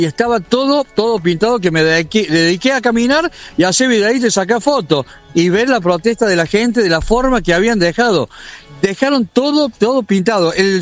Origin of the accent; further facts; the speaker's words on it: Córdoba, Argentina; Yo que soy cordobés me da bronca e impotencia.